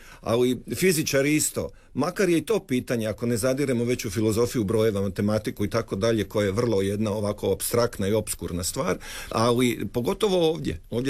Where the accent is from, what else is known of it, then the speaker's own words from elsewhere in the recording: Slavonia, Croatia; kako dolazim iz Slavonije podrijetlom